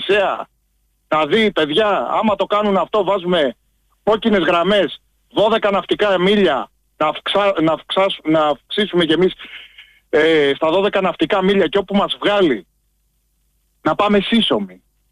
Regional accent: Eastern Macedonia and Thrace, Greece; Καταρχήν, επειδή εγώ κατάγομαι από τον Εύρο

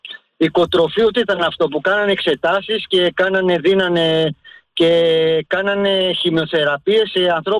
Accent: Trikala, Thessaly, Greece; moved away; Όπως έγινε και στη Βιολάντα, στα Τρίκαλα, στην πατρίδα μου.

